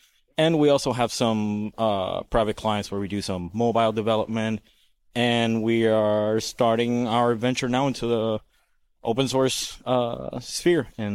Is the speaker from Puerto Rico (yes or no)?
yes; Puerto Rico; I came here from Puerto Rico, flew out here with my company, my small business, Blind Penguin.